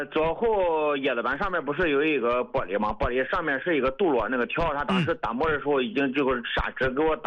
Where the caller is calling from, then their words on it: Xuzhou, Jiangsu, China; 就是徐州的。